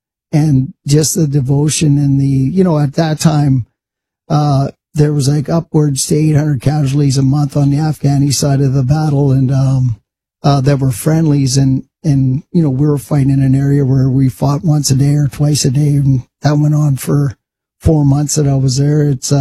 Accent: Canada; the Americans couldn't tell me as a Canadian

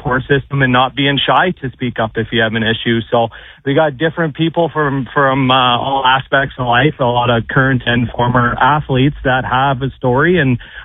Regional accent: Kindersley, Saskatchewan, Canada; that happened 3 years ago in my hometown at Kindersley, Saskatchewan, where I wanted to give back in the community

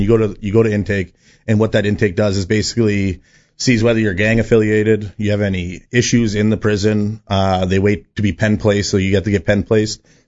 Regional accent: Saskatoon, Saskatchewan, Canada; I'm from Saskatoon, so there's gangs from Saskatoon, Regina, two different gangs. Being from Saskatoon, you want to stick to the people from Saskatoon.

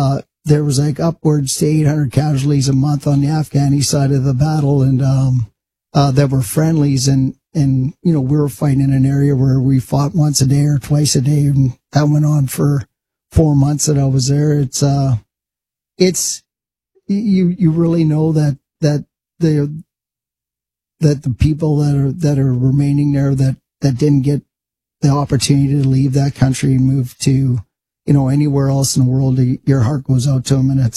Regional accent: Canada; the Americans couldn't tell me as a Canadian when I was with these guys.

